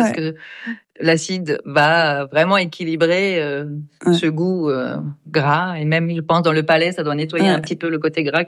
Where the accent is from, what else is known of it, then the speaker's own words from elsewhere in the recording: France; also born or lived in Istanbul, Turkey; Moi, j'ai grandi en France, de mes 6 ans à mes 15 ans. Ensuite, j'étais à Istanbul. Après, je suis revenue à Paris.